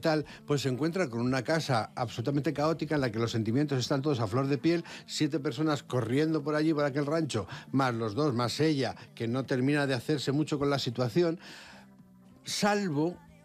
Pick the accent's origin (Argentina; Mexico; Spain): Spain; Levante; now in Madrid, Spain; O sea, yo que vengo del Levante, no sabéis, bueno, lo